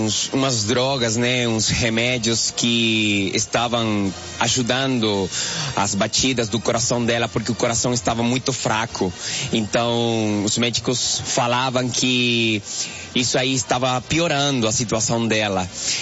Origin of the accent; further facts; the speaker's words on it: Venezuela; Portuguese is a second language; moved away as an adult; also born or lived in Colombia; now in Brazil; eu sou venezuelano, conheci a Igreja Pentecostal Deus e Amor na Venezuela, daí fui na Colômbia, agora estou aqui no Brasil.